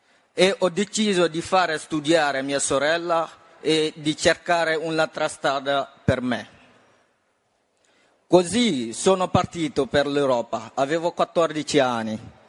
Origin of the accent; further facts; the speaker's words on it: Macenta, Nzérékoré, Guinea; now in Italy; ho 19 anni e sono della Guinea Conakry. Sono nato a Macenta, un piccolo paese dove vivevo con la mia famiglia, miei genitori, mio fratello grande e mia sorella più piccola.